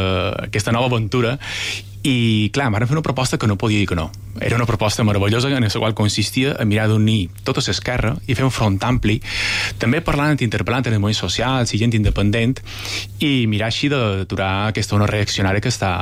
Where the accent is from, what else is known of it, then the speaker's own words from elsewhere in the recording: Balearic Islands, Spain; Com a mallorquí